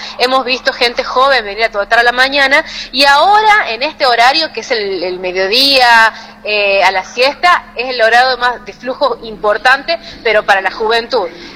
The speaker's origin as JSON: {"language": "Spanish", "town": "Frías", "region": "Santiago del Estero", "country": "Argentina", "said": "Y realmente un hermoso día que nos toca vivir a los frienses"}